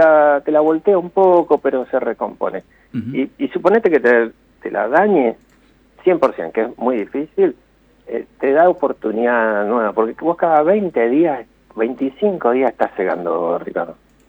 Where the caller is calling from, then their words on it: Catitas, Mendoza, Argentina; En Catitas.